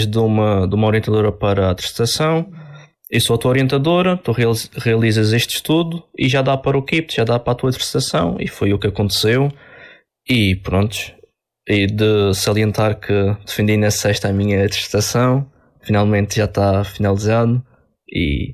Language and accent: Portuguese; Madeira, Portugal; moved away as an adult; now in Algarve, Portugal; eu vim para o Algarve, para a Universidade em 2019, sou da Madeira, vim para aqui especificamente estudar